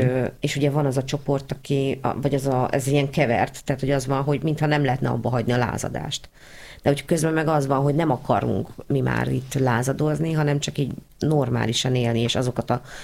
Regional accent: Hungary; Meg hát mi az, amitől mi magyarok vagyunk, ugye?

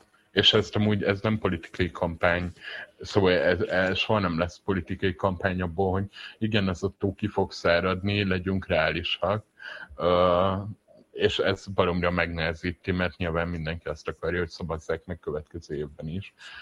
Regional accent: Southern Transdanubia, Hungary; az én gyerekkoromban még én a Dél-Dunántúlon nőttem fel

